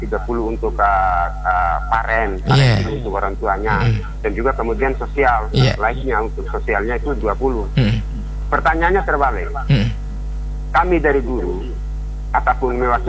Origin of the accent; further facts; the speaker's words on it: Makassar, South Sulawesi, Indonesia; accent: Makassar dialect; saya pindah secara dialeknya Makassar